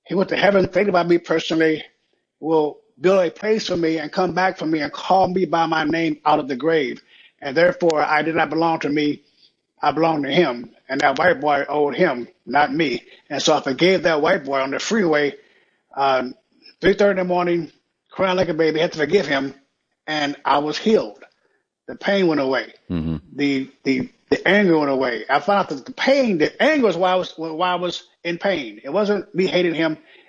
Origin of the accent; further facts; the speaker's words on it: St. Louis, Missouri, United States; born there; I grew up in St. Louis in the hood, where everyone was a slow learner because you got more money for slow learning kids. My mother moved me out of the hood in Missouri out to the country.